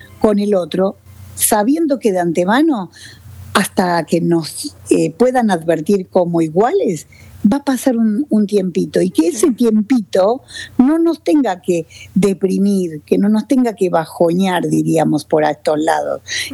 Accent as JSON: {"language": "Spanish", "country": "Argentina", "said": "En mi país, por ejemplo, en la Argentina"}